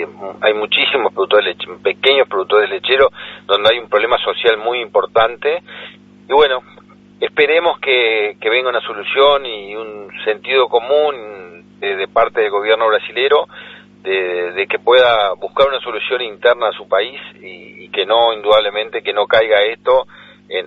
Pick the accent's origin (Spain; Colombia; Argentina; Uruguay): Uruguay